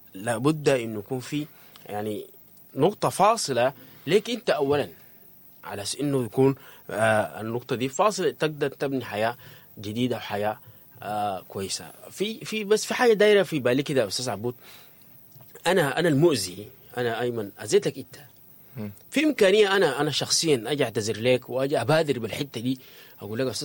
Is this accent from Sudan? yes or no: yes; Sudan